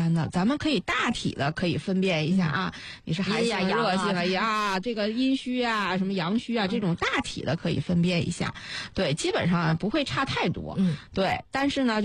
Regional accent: China

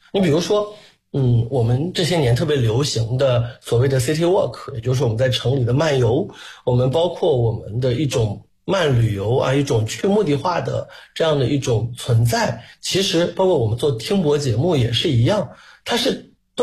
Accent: China; 我们中国人

